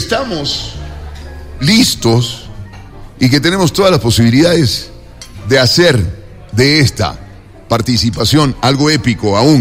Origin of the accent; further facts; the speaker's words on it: Ecuador; born there; al coincidir mi nacimiento en estas latitudes con esta maravillosa generación de futbolistas, por supuesto que quiero que gane Ecuador